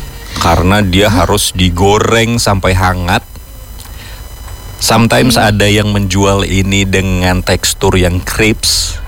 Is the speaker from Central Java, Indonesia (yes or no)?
yes; Semarang, Central Java, Indonesia; Dan ini kita orang Semarang.